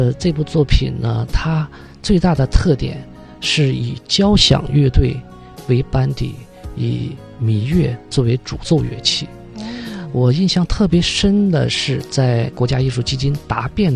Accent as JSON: {"language": "Chinese", "region": "Jilin", "country": "China", "said": "把我们吉林的长白山"}